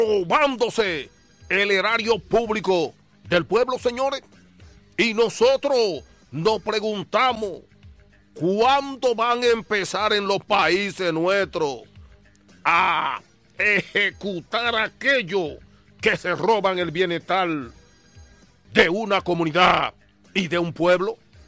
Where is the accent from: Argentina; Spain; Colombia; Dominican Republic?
Dominican Republic; now in United States; mi país, República Dominicana